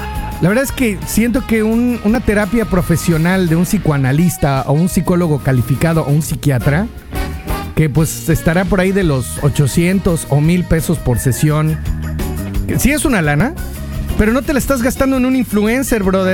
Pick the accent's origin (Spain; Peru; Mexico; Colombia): Mexico; pero en México el acento español es para los chistes. O sea, nos educaron a eso.